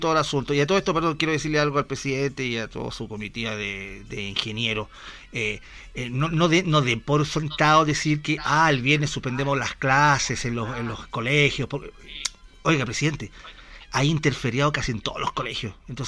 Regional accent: Santiago, Santiago Metropolitan Region, Chile; yo soy del Poniente.

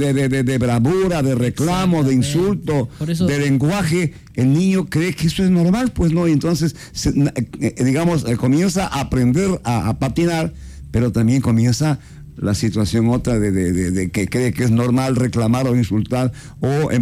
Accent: Ecuador

